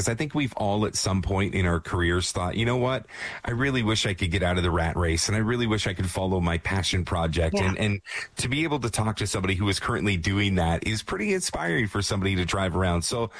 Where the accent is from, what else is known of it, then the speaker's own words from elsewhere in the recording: Toronto, Ontario, Canada; moved away; I grew up in Scarborough. Yeah, I grew up in Toronto as well. And I came out here in 94 to chase my baseball dreams and just never went home.